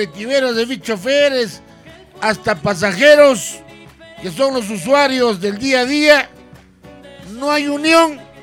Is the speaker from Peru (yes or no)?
yes; Peru; Así somos nosotros los peruanos.